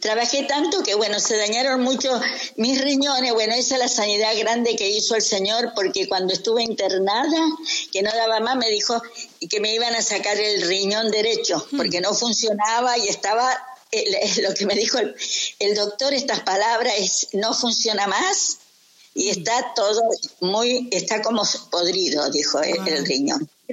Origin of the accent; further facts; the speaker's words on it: Mendoza, Argentina; born there; moved away as an adult; now in La Plata, Argentina; Yo nací en Mendoza, una provincia de acá de Argentina, y a la edad de como 37 años vine a vivir acá a la ciudad de La Plata.